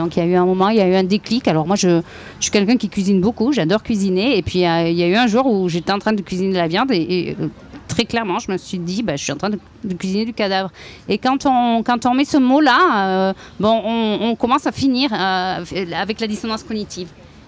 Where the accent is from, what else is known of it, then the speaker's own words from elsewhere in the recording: South-West France, France; Moi je viens du sud-ouest avec toute la tradition tauromachique mais aussi la tradition de la chasse, et qui est liée à des événements très festifs qui soudent en fait énormément les villes village. Moi, je viens de la campagne